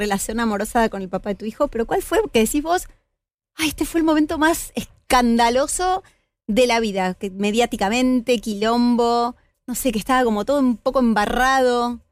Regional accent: Argentina

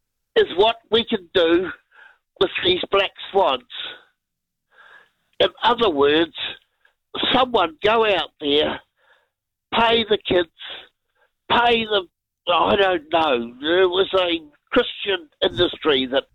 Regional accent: Puhokio, Hawke's Bay, New Zealand; I'm from Buhaka, northern Hawke's Bay.

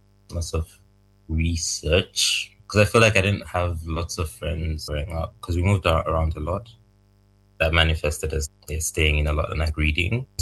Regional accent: Malawi; moved away as an adult; also born or lived in Zambia; I'm Zambian. Both my parents are Zambian, and then I grew up in Malawi. I moved here when I was 19 or 20.

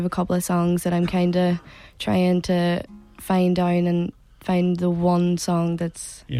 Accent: Letterkenny, County Donegal, Ireland; Grew up in the town

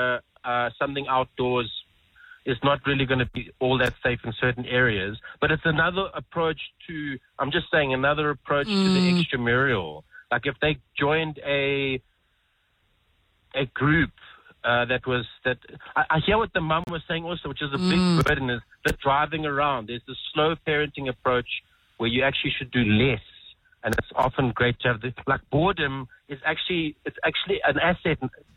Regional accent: South Africa; also born or lived in Johannesburg; In coastal areas, when I was a kid growing up, we moved from Joburg down there, and I got into surfing, and I would surf all day, every day, as much as I could.

